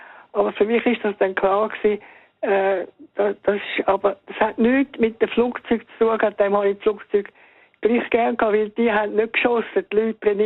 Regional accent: Andelfingen, Zurich, Switzerland; In Andelfingen, im Wieland, also relativ nahe an der deutschen Grenze.

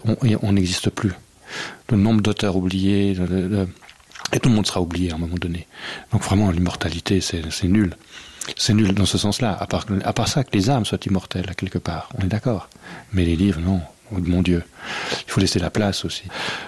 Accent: Switzerland; On est des Suisses, là, privilégiés dans un monde de Disneyland.

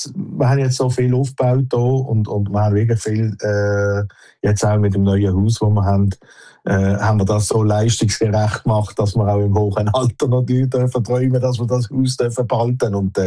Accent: Switzerland; moved away; ich bin halt ein Schweizer

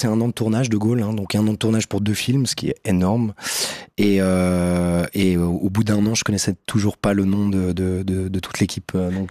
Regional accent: Switzerland; en tant que Suisse

